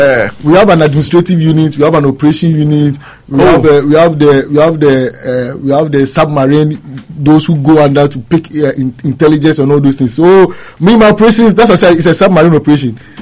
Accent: Accra, Greater Accra, Ghana; also born or lived in United States; I was born and raised in Nima.

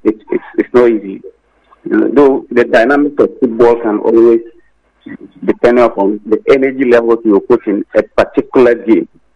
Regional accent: Ghana; as a Ghanaian

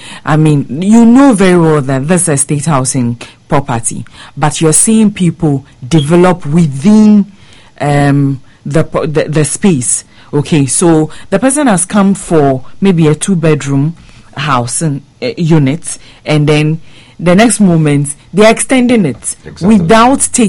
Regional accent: Ghana; I'm a Ghanaian

